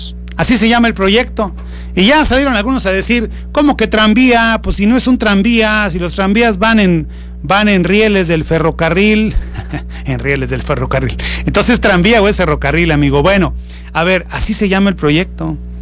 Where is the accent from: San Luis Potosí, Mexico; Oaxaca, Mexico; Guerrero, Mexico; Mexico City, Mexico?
San Luis Potosí, Mexico; Rioverde